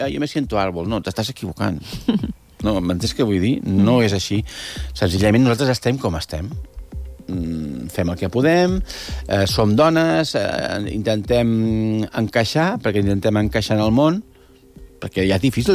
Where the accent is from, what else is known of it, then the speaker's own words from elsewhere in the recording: Catalonia, Spain; I jo, perfecte, m'he dit, igual, jo soc catalana.